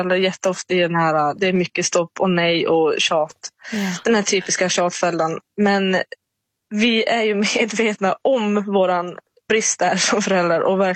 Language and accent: Swedish; Norrland, Sweden; jag är från Norrland